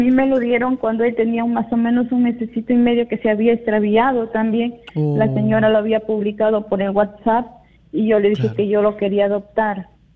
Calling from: Trujillo, La Libertad, Peru; Yo vivo en Natasha Alta, sí, por la Corte

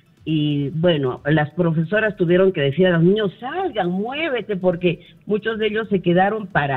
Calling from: Andahuaylas, Apurímac, Peru; llamo de Andahuaylas.

